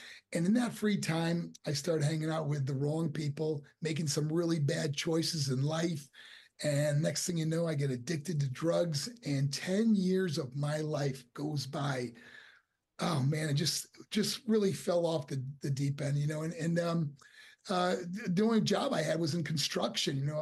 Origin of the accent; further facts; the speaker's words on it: Buffalo, New York, United States; also born or lived in Syracuse; I was born in Buffalo, New York, and I went to school there until high school, and then I went to Liverpool High School. We moved to Syracuse area, which the school I was in was Liverpool High School.